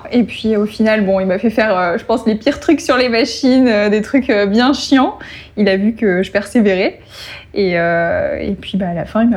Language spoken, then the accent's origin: French; Grand Est, France; si jamais ça ne fonctionne pas ici, je retournerai peut-être en Lorraine et je pourrais bosser au Luxembourg en tant qu'opto.